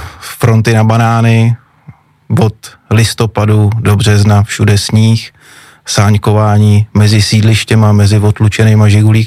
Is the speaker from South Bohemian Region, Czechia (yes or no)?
no; Prague, Czechia; to znamená 100% Pražák. Máma Pražačka, táta Pražák, takže žádná naplavenina, opravdu odkojenej Vltavou od A do Z.